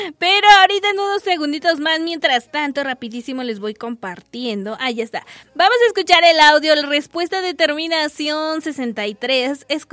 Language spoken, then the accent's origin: Spanish; Mexico; como todo mexicano que somos